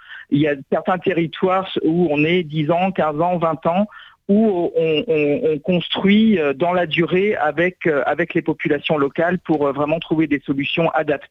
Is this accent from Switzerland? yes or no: no; France; also born or lived in Burkina Faso; En fait, je suis française d'origine et j'ai vécu une grande partie de ma vie au Burkina Faso.